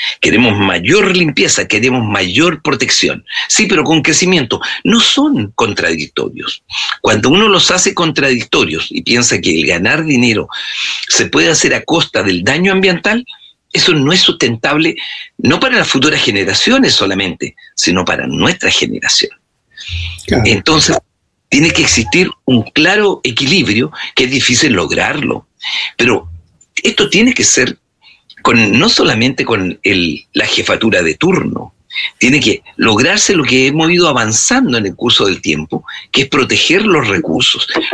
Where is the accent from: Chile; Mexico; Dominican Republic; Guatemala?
Chile; Comenzamos a pelearlos como chilenos.